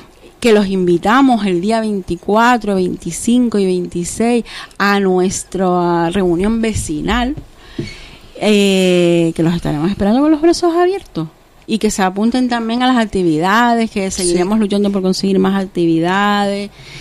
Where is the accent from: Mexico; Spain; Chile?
Spain; Tenerife, Canary Islands; now in La Angostura, Spain; Yo soy de Tenerife.